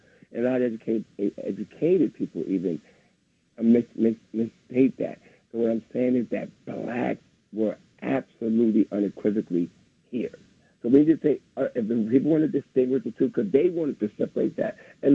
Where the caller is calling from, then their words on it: New York City, New York, United States; from Harlem.